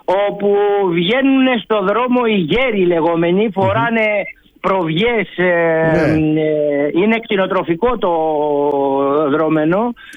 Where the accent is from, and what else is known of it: Skyros, Central Greece, Greece